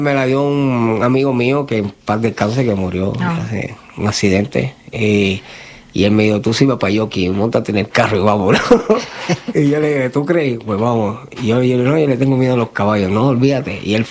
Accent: Puerto Rico; now in Lexington, United States; en mi país, en Puerto Rico.

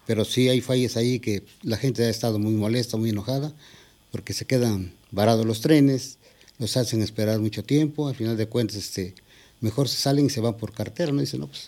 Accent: Cuicatlán, Oaxaca, Mexico; En Oaxaca se llama Santa Catarina Tlaxchila, pertenece al municipio de Cuicatlán, Oaxaca.

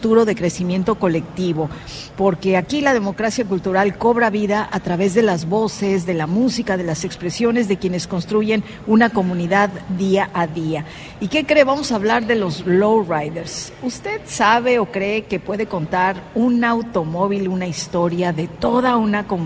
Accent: San Francisco, California, United States; vengo de San Francisco, California, del barrio de la Misión

